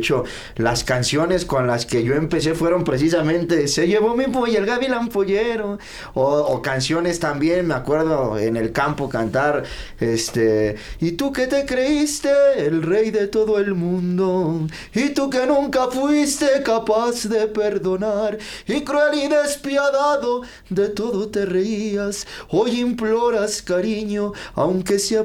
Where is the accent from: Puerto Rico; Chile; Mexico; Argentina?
Mexico; Concepción de Buenos Aires, Jalisco; moved away; yo soy originario de Concepción de Buenos Aires, Jalisco.